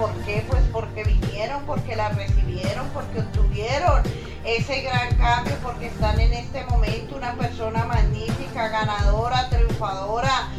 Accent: Sonsón, Antioquia, Colombia; soy de Sonsón

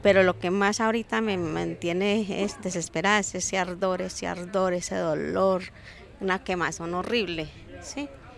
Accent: Medellín, Antioquia, Colombia; De aquí de Medellín.

